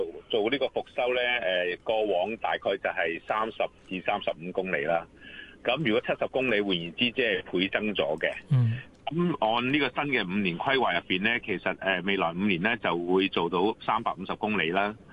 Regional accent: Hong Kong; 我哋本身香港人

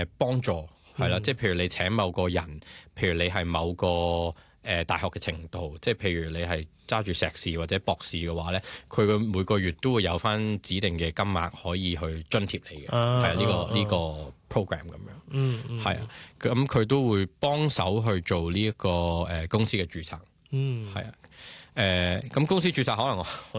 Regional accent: Hong Kong; 我哋香港人啦，

